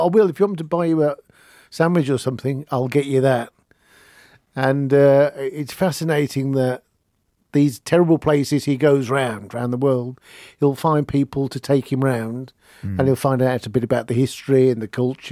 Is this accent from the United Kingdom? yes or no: yes; Birmingham, West Midlands, United Kingdom; and I'd say I'm from Birmingham